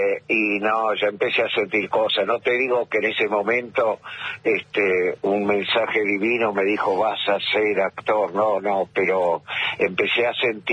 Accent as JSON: {"language": "Spanish", "region": "Buenos Aires", "country": "Argentina", "tie": "born there", "said": "Nací en el barrio de Versalles."}